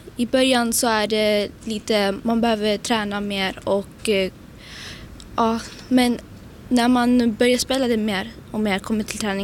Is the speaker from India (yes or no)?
yes; India; now in Ludvika, Sweden; jag brukar också spela det i Indien, så det, jag kommer ihåg min hemland när jag spelade.